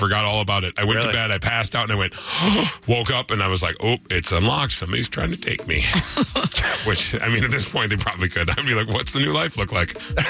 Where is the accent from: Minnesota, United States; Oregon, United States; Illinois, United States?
Minnesota, United States; Saint Paul; That's growing up in St. Paul